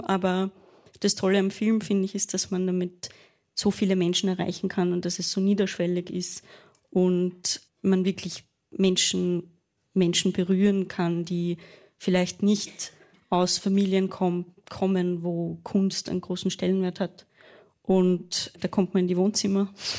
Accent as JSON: {"language": "German", "region": "Burgenland", "country": "Austria", "tie": "born or raised there", "said": "Also ich bin in Burgenland aufgewachsen und ab dem ich 14 war, immer nach Wien gependelt, ans Musikgymnasium nach Wien."}